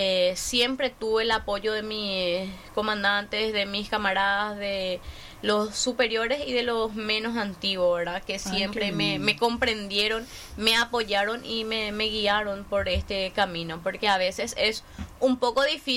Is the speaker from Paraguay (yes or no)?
yes; Curuguaty, Canindeyú, Paraguay; Yo me fui trasladada a Curuguaty justamente porque soy de Curuguaty